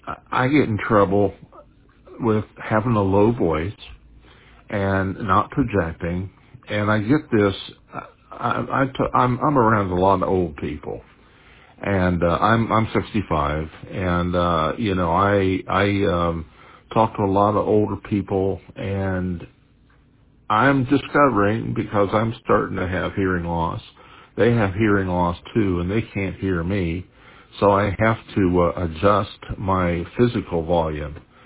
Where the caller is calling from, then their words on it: Bowling Green, Ohio, United States; I'm in Bowling Green, Ohio, which is about 20 miles south of Toledo.